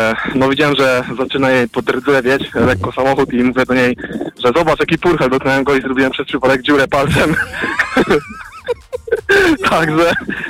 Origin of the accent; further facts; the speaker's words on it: Toruń, Kuyavian-Pomeranian Voivodeship, Poland; Z Torunia.